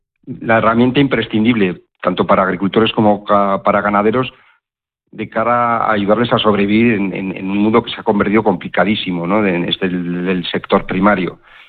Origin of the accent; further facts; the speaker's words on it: Navarre, Spain; nosotros somos de La Valdorba y de Dujue, tanto los socios como quienes trabajamos somos de aquí, de la zona, estamos muy unidos a nuestra tierra.